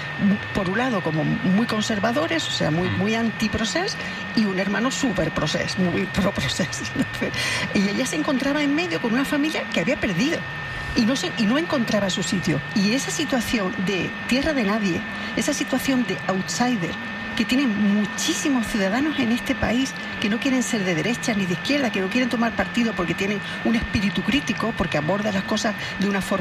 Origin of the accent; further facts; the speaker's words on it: Ceuta, Spain; Mira, yo vengo de Ceuta. Ceuta es un sitio que ahora mismo es un es